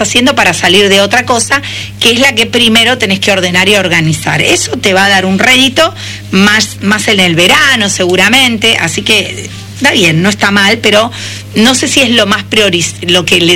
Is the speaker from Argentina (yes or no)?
yes; Argentina; Me llamo como la carta del tarot y soy una astróloga de Argentina desde hace muchos años en televisión